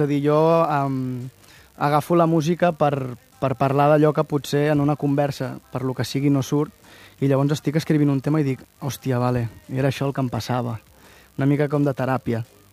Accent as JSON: {"language": "Catalan", "town": "Mataró", "region": "Catalonia", "country": "Spain", "also_born_or_lived": "Pyrenees", "said": "jo estic vivint a Mataró perquè la feina m'ha fet arribar a petar a Mataró. Bueno, soc de Mataró, eh? Vaig estar vivint al Pirineu i al final em van sortir bolos i vaig tornar a Mataró"}